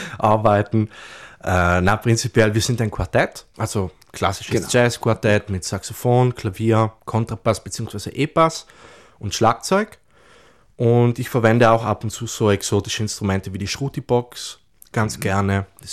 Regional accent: Wolfsgruben, Trentino-Alto Adige, Italy; Naturbilder drin, die ich aus meinem Heimatort genommen habe, weil Wolfsgruben ist für mich immer noch prägend.

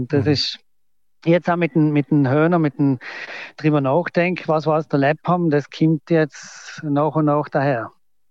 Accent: St. Johann in Tirol, Tyrol, Austria; der Markus, der Höhner und ich sind alle von St. Jan.

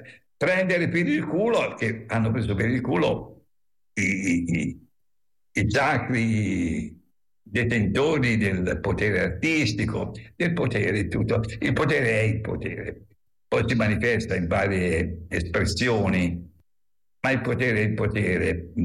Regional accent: Livorno, Tuscany, Italy; a me che sono livornese, ma è pur provenendo da famiglia di operai

